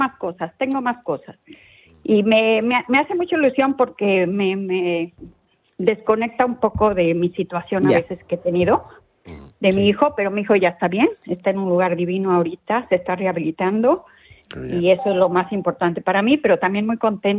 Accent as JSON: {"language": "Spanish", "country": "Mexico", "said": "yo creo que porque soy mexicana, porque he hecho muchos."}